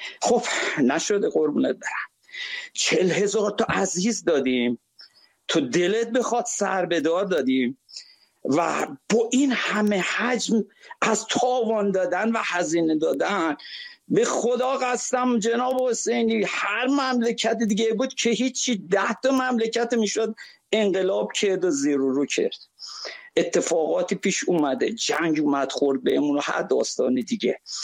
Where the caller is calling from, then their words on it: Shiraz, Fars, Iran; کاکو از شیراز هستم.